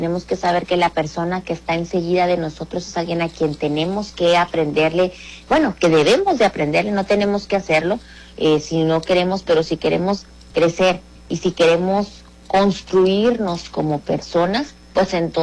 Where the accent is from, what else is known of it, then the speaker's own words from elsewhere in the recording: Ciudad Juárez, Chihuahua, Mexico; como mexicanas, como mexicanos, pero particularmente como juarenses